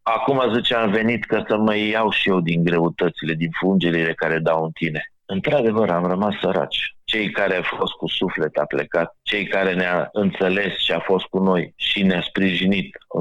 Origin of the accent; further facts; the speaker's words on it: Bulgaria; Românii nu ne vor că suntem români, bulgarii nu ne vor că suntem români și noi suntem pe mijlocul Dunării.